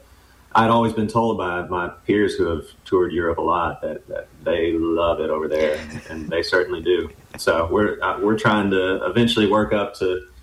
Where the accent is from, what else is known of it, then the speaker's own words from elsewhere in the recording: Marion, Arkansas, United States; Yeah, I was born and raised in Marion, Arkansas, in Crittenden County. Spent my whole life there.